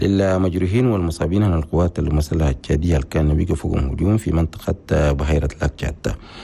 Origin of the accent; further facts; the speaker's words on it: Chad; بلدنا تشاد